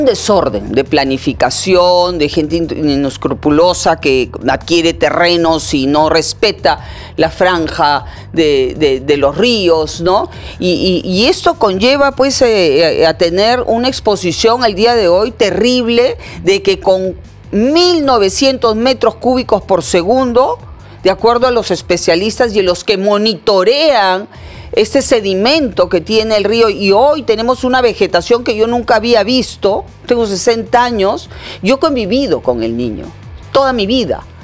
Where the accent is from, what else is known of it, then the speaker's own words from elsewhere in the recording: Piura, Peru; yo soy ciudadana, yo soy piurana.